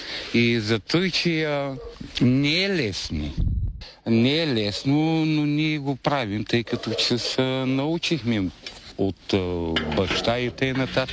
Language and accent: Bulgarian; Dragoevo, Shumen Province, Bulgaria; also born or lived in Stara Zagora; От Стара Загора съм, но съм на времето съм живял тук в Драгоево. Съм израснал и зато и си поддържам тук района.